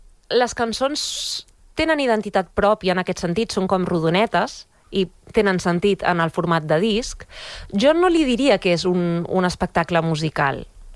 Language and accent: Catalan; Balearic Islands, Spain; born there; accent: Mallorcan; O sigui, clar, pare madrileny, mare catalana, i jo i ma germana vam néixer a Mallorca. Llavors, a casa s'ha parlat sempre castellà i català central, però de portes a fora hem parlat sempre mallorquí.